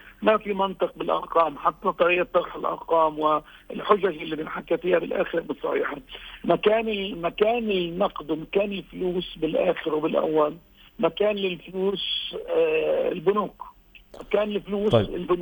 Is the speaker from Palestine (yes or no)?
yes; Palestine; واحنا كمجتمع فلسطيني